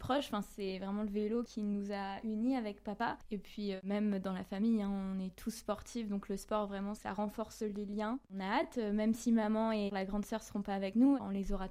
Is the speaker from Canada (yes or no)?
no; France; born there; Je suis née en France, mais c'est vrai que la Moldavie, j'y vais tous les étés, en fait, depuis que je suis petite.